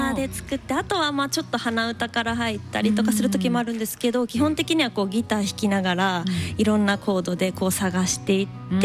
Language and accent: Japanese; Nagaoka, Niigata, Japan; 私の地元新潟県の長岡の音楽食堂にて